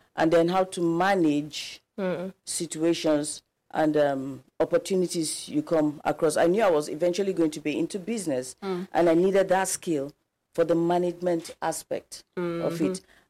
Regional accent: Jos, Plateau, Nigeria; I grew up in Jos.

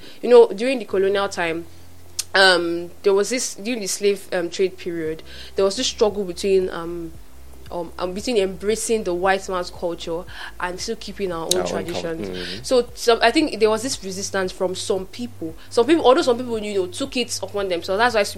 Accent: Nigeria; We're not from the western side of Europe. We're not from Europe. We are Africans. We are Nigerians.

